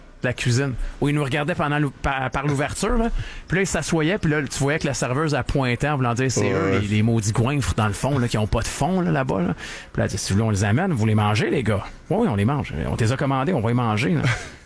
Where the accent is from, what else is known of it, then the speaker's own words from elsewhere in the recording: Montreal, Quebec, Canada; born there; Écoute, moi, c'est mon patelin.